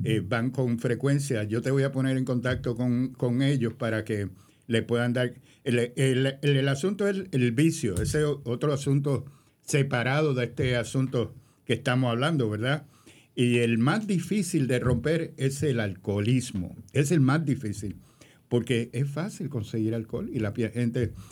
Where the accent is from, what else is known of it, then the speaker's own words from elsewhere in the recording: Mayagüez, Puerto Rico; somos de Mayagüez, mi familia, y los mayagüezanos, pues muchos de nosotros envejecemos tarde.